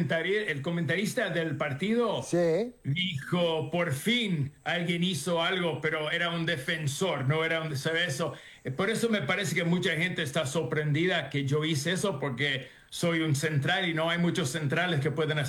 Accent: Argentina; Soy argentino.

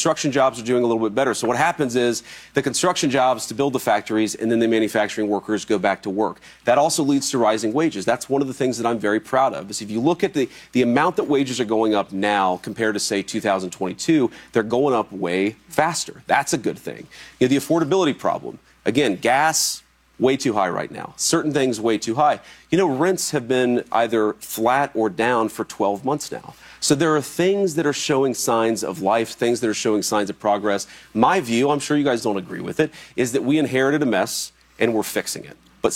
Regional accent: Middletown, Ohio, United States; that's Middletown, Ohio. That's my hometown in southwestern Ohio. It was a proud steel town.

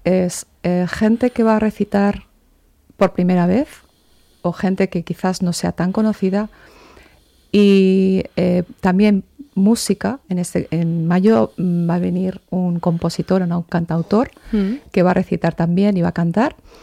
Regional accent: Nájera, La Rioja, Spain; yo soy de Nájera

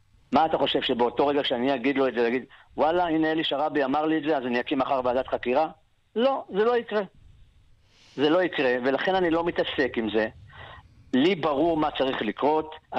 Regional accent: Be'eri, Southern District, Israel; גדלתי במקום כמו בארי, בדפוס בארי, שהיינו ארגון לומד.

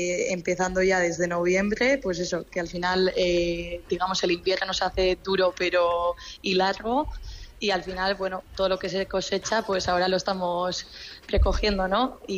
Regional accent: Pasaia, Basque Country, Spain; Yo soy de San Juan

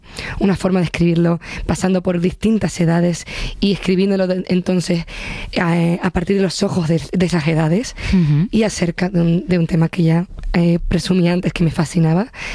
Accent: Los Llanos de Aridane, Canary Islands, Spain; que toqué en la plaza de los Llanos de Aridane, en mi pueblo, frente a mi pueblo gratuitamente y sobre todo frente a mi abuela.

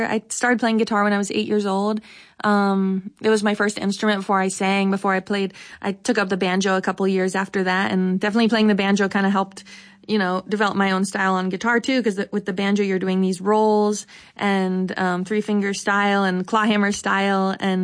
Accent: Silicon Valley, California, United States; I grew up in Silicon Valley and it wasn't typical to be like so into bluegrass music.

